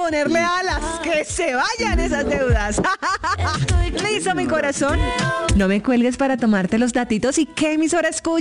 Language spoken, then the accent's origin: Spanish; Caribbean Region, Colombia; now in Bogotá, Colombia; ¡Yo soy costeña! ¡Ya me cachaquecé!